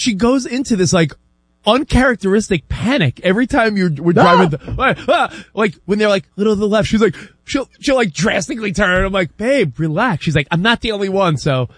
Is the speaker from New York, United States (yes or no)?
yes; New York, United States; the New Yorker in me, because I'm born and raised in New York